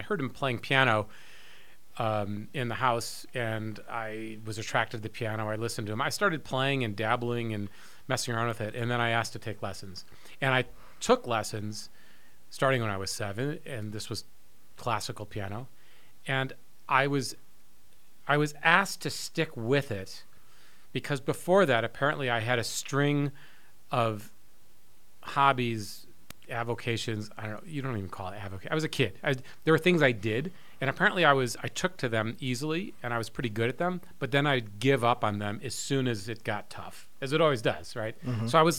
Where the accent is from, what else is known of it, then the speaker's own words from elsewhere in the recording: Chicago, Illinois, United States; I was born in Chicago. I grew up mostly in suburban Chicago.